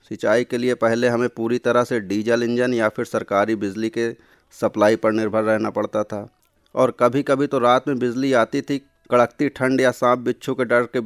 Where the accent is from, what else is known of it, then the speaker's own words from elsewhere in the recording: Uttar Pradesh, India; हमारे उत्तर प्रदेश में, खास तौर पर अवध के इलाके में